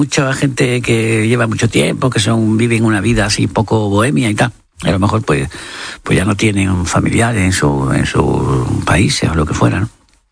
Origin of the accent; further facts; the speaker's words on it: Andalusia, Spain; Yo he crecido en la Vega de Carmona, un territorio donde hay mucho cereal y trigo y tal.